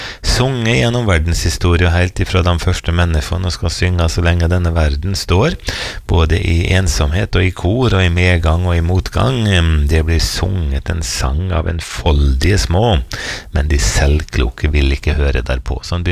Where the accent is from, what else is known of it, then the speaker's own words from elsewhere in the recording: Eide, Møre og Romsdal, Norway; Fra den tid jeg var liten gutt og var med min mor på bedehuset hjemme på Eide, der jeg vokste opp på Nordmøre.